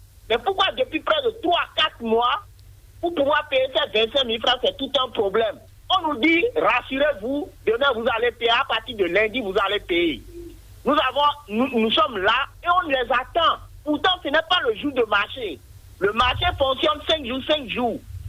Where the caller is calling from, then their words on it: Ouèdo, Atlantique, Benin; je vous appelle depuis Wedo.